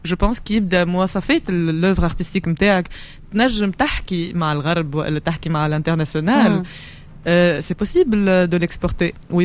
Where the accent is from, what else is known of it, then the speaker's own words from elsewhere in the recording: Tunisia; كومباري بتيتر باللي موجود عندنا في تونس